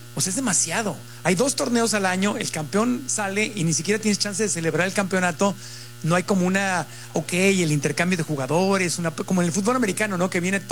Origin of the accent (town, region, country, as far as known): Mexico